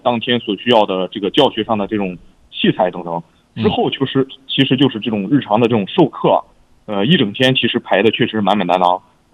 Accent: Rizhao, Shandong, China; moved away as an adult; also born or lived in Anyang, Henan; now in Karamay, China; 我本人的话是一个山东省日照市，就是我们家乡那边比较靠海嘛

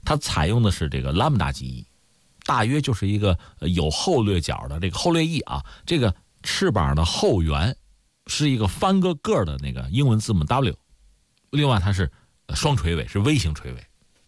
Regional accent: China

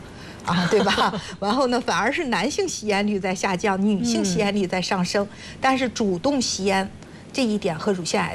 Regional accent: China; 我们中国人

